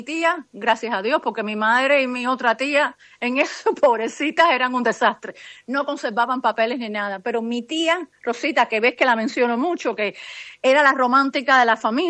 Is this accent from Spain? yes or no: no; Cuba; moved away; como tú dices. En Cuba, yo crecí en Cuba. Yo viví gran parte de mi vida en Cuba. Y notarás por mi acento.